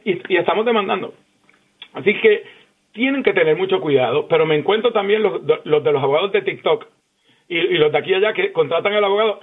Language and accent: Spanish; Puerto Rico; now in Houston, United States; Yo soy puertorriqueño.